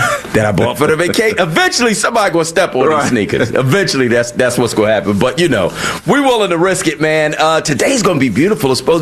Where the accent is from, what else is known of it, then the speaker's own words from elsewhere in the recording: United States; as an American